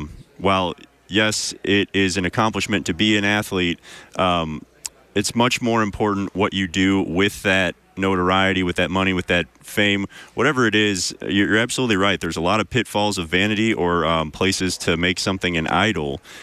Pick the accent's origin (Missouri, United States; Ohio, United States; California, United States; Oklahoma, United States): Missouri, United States; St. Louis; So my father and I grew up in St. Louis, Missouri.